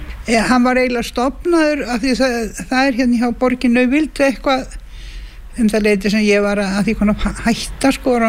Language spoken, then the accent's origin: Icelandic; Reykjavík, Capital Region, Iceland; Nei, ég ólstu upp í Laugarásnum.